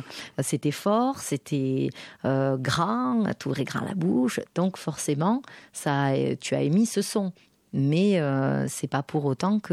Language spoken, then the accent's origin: French; Southern France, France; accent: Southern French; j'ai appris à enlever mon accent, parce que j'ai quand même un accent du Sud assez prononcé.